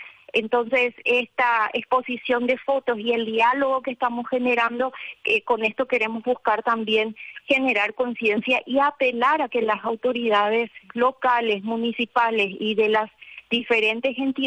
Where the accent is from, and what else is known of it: Paraguay